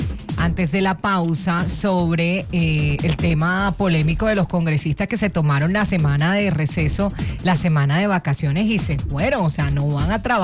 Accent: Barranquilla, Atlántico, Colombia; now in Bogotá, Colombia

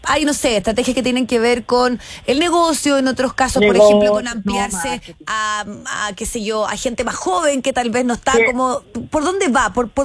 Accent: Chile; ni siquiera estamos nosotros, que es un poco lo que nos duele como chilenos.

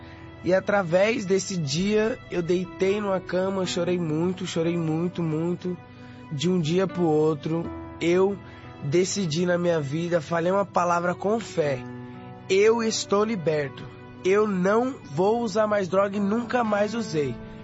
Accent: São Bernardo do Campo, São Paulo, Brazil; sou de São Bernardo do Campo

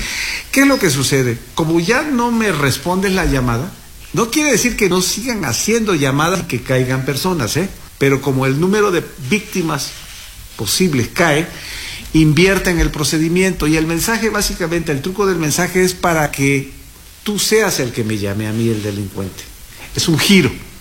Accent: Mexico; como las mexicanas y mexicanos ya tenemos la sana costumbre de no contestar un número que no conocemos

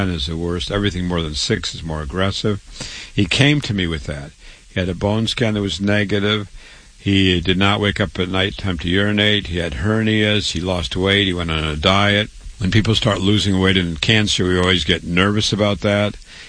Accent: Waterloo, Iowa, United States; I was born and raised in Waterloo, Iowa. I went to public school, university, medical school, real MD.

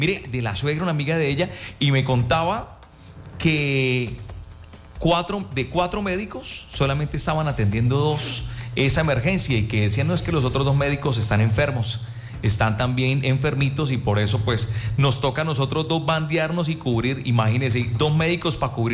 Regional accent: Colombia

